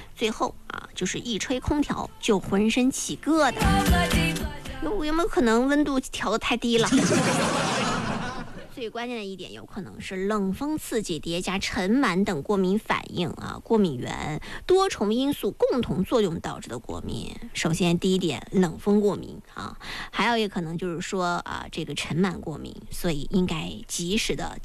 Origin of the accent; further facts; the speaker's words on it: Shandong, China; born there; 我一个山东人出生在羊角蜜也出生的地方